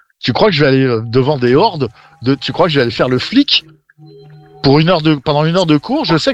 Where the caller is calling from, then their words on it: Fontainebleau, Île-de-France, France; Non, moi, je suis à Fontainebleau.